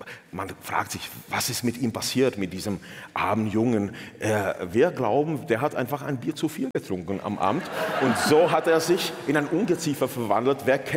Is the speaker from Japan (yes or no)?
no; Bohemian Paradise, Czechia; now in Germany; eine wirklich eine schöne Eisenbahnfahrt durch das böhmische Paradies, so heißt die Gegend, wo ich herkomme. Bekannt für viele tolle Brauereien